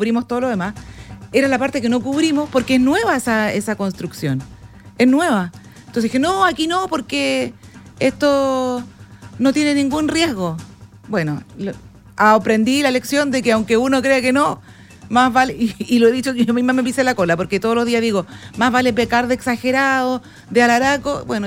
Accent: Iquique, Tarapacá, Chile; Somos iquiqueños

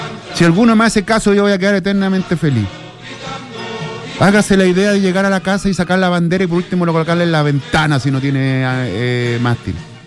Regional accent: Iquique, Tarapacá, Chile; Yo ando con la camiseta de Iquique todo el año, soy iquiqueño.

